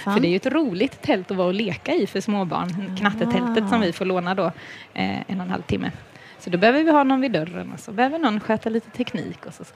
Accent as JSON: {"language": "Swedish", "town": "Värnamo", "region": "Jönköping County", "country": "Sweden", "said": "Ja, och jag är ju från Värnamo och då från Arkens pingstförsamling."}